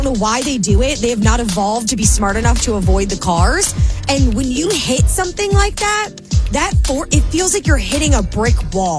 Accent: New Jersey, United States; because I'm from Jersey, and we have a lot of deer.

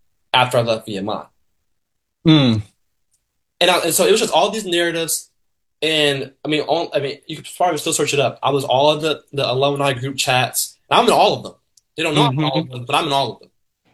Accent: Tampa, Florida, United States; now in Virginia, United States; I'm from Tampa Bay. I'm used to being on the bay. The waterfront.

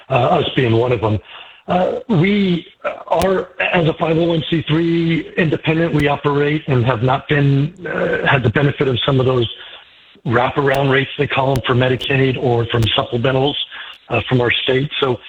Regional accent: California, United States; born there; I was born in California, but was dad was in the Air Force. I was in the Army, so we moved around a bunch.

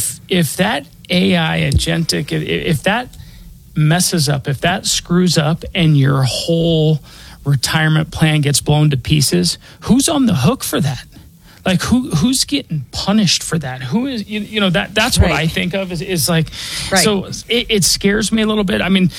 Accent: Denver, Colorado, United States; I was born and raised here in Denver.

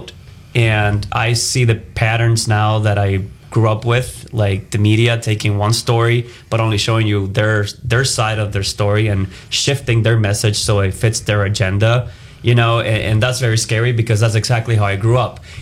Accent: Cuba; moved away; I was born and raised in Cuba.

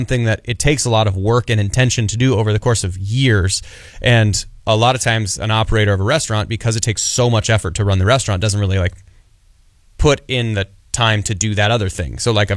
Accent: Altoona, Iowa, United States; also born or lived in Pleasant Hill; So I grew up in Altoona, then we moved to Pleasant Hill, kind of, you know, just a little south of wherever we grew up.

